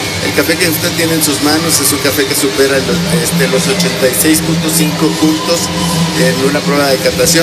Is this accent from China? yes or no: no; Huitzilán de Serdán, Puebla, Mexico; nosotros venimos de la Sierra Nororiental, Huitzilán es nuestra comunidad de origen, Huitzilán de Cerdán.